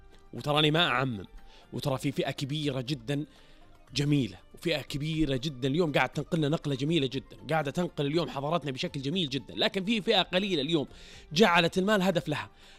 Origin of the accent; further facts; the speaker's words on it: Saudi Arabia; كرامتي أنا كسعودي وعربي أصيل